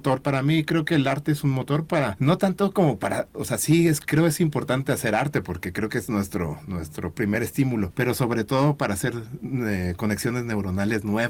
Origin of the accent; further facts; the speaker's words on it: Mexico City, Mexico; now in Querétaro, Mexico; Sí, mira, pues yo soy de la Ciudad de México y pues ya tengo muchos años aquí en Querétaro. Tengo más años en Querétaro que en la Ciudad de México, pero...